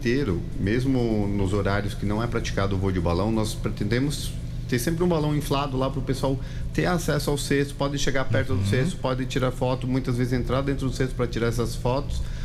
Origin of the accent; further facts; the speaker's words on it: Rio Grande do Sul, Brazil; now in Espírito Santo, Brazil; Eu sempre cito que eu venho do Rio Grande do Sul. O povo gaúcho é um povo extremamente bairrista